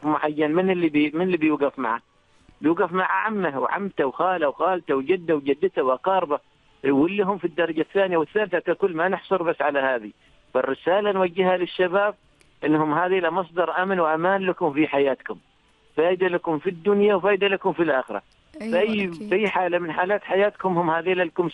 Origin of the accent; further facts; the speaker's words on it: Oman; وإحنا كشعب كعمانيين